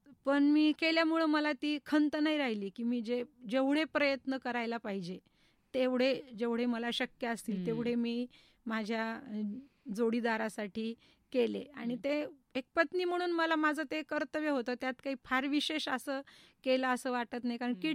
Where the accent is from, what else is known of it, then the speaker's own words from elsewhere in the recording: Aurangabad, Maharashtra, India; now in Ahmednagar, India; औरंगाबादला असायचे, म्हणजे माझ्या माहेरी